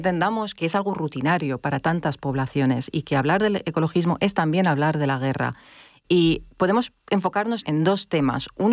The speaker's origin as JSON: {"language": "Spanish", "country": "Lebanon", "said": "porque soy libanesa española, tengo pasaporte español"}